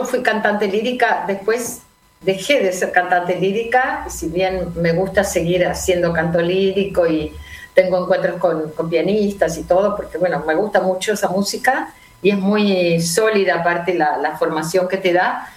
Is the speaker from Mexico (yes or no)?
no; Ingeniero Maschwitz, Buenos Aires Province, Argentina; estoy en Olivo, cuidando a mi madre, entre otras cosas, y también dando clases, pero soy del partido de Escobar.